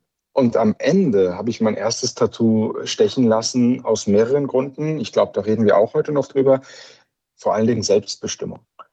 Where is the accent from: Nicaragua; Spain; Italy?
Spain; born or raised there